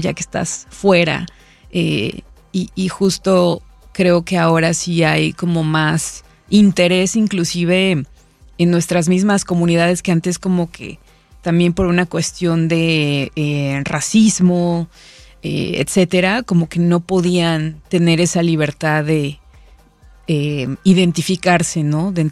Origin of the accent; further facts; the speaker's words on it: Mexico; now in Chicago, United States; yo crecí una parte en México